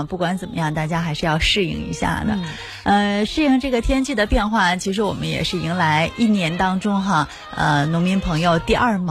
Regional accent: Northeast China, China; 咱们东北哈，这个秋粮不光是有大米，不光是有水稻哈，我们还有玉米，还有大豆，还有这个小米儿啊

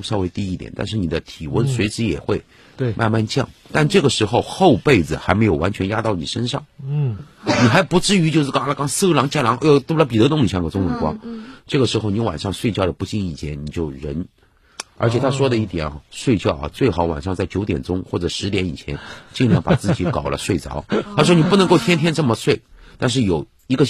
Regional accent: Yunnan, China; 我也是云南人嘛。

